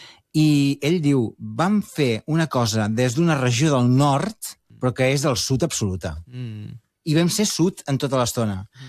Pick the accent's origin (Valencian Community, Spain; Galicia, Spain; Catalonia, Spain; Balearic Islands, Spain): Catalonia, Spain; jo que ja sóc més de Barcelona que de cap altre lloc, gairebé, m'emociona, com a català, eh?